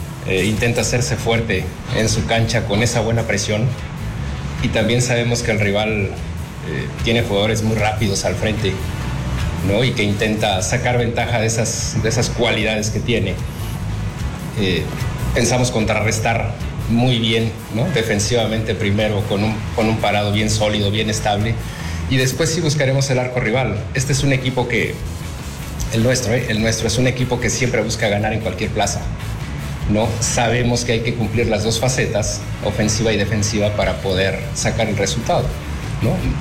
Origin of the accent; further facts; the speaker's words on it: Mexico; now in Guatemala; Yo soy mexicano, ¿no? Yo soy mexicano.